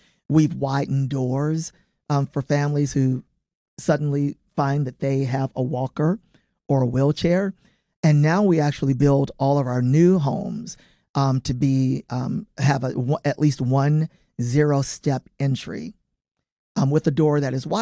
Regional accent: Somerville, Tennessee, United States; I grew up out in Somerville in the neighboring county, Fayette County, in an old dilapidated house with no central air and heat.

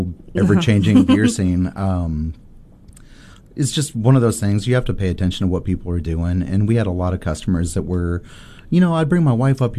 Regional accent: Illinois, United States; moved away as an adult; Yeah, so I'm from Southern Illinois. Moved down here whenever I was 19 years old, which was like 2002.

